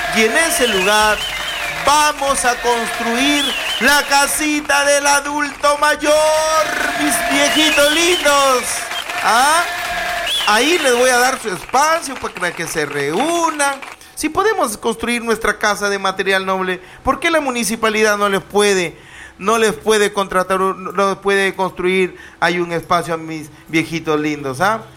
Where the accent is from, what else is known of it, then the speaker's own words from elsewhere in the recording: Túcume, Lambayeque, Peru; yo me comprometo a trabajar con mi pueblo de Túcume